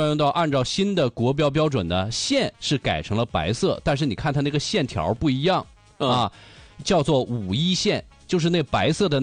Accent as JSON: {"language": "Chinese", "area": "Yanbian", "region": "Jilin", "country": "China", "tie": "born or raised there", "said": "延边是我家乡啊！"}